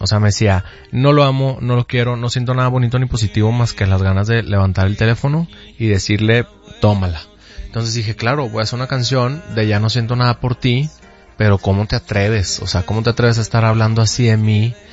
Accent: Monterrey, Nuevo León, Mexico; now in Mexico City, Mexico; Los climas, fíjate, que yo soy de Monterrey. Allá sí hacen unos calorones.

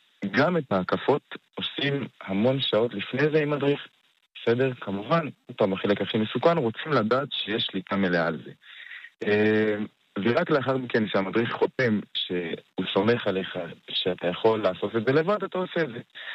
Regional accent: Jerusalem, Jerusalem District, Israel; אז אני בן 22, אני מירושלים.

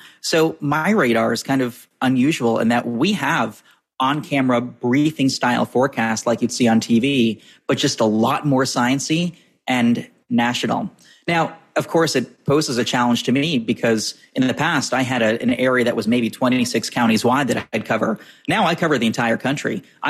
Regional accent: New England, United States; I think when I grew up in New England, I just turned 29 the other day. I grew up in New England watching the daily forecasts from this guy named Harvey Leonard

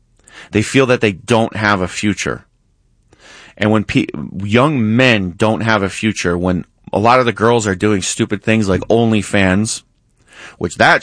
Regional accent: Rochester, New York, United States; moved away; also born or lived in Brooklyn; I grew up predominantly in Rochester, New York for most of my childhood. And a little bit in New York City, but mostly Rochester, New York. Some of my adult life in New York City, Brooklyn in particular.

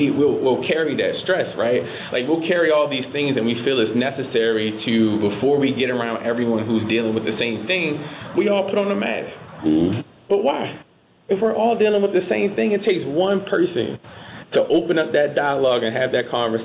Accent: Baltimore, Maryland, United States; I'm here, born and raised in Baltimore.

